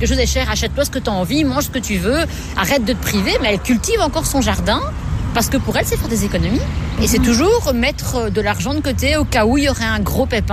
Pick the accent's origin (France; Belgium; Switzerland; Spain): Belgium; Moi, je suis belge maintenant et j'ai grandi ici, je suis née ici.